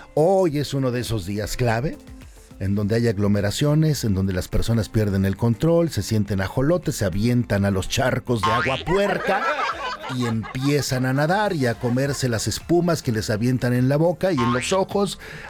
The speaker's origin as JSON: {"language": "Spanish", "country": "Mexico", "said": "No somos los mexicanos."}